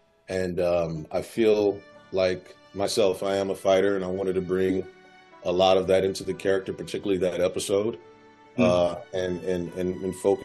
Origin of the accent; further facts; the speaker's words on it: San Antonio, Texas, United States; I grew up in San Antonio, Texas. Went to New Creation Christian Fellowship, and they prayed over me before I made the move to California.